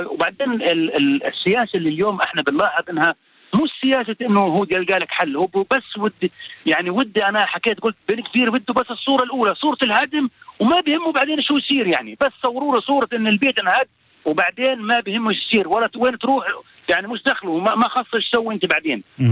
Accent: Southern District, Israel; احنا كعرب النقب،

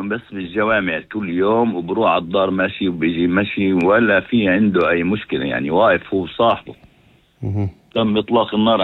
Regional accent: Jerusalem, Palestine; now in Jaffa, Israel; أنا من القدس الأصل، بس في تعرف أنا سكان يافا، إلي 40 سنة هون، متجوز من يافا ومخلف من يافا

